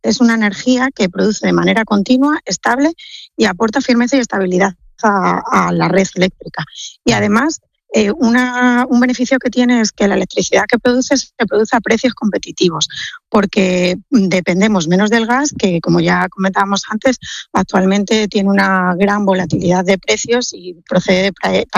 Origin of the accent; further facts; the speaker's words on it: Extremadura, Spain; soy extremeña